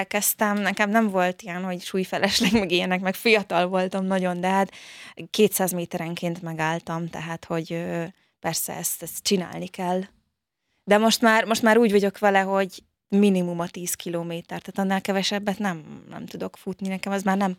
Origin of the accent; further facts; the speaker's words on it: Vácszentlászló, Pest, Hungary; also born or lived in Budapest; Én igen, ott nőttem fel, de Gödöllőn a Babatvölgyi Lovas Központban jártam.